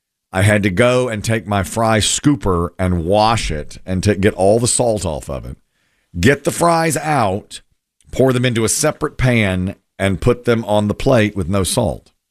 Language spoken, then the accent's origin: English; Asheboro, North Carolina, United States; I grew up in Ashboro